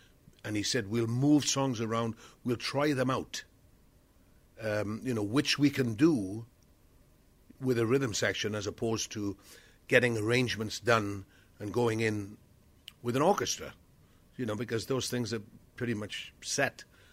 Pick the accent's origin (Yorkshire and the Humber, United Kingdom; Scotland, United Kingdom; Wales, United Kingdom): Wales, United Kingdom; I grew up in South Wales, so I went to a Presbyterian chapel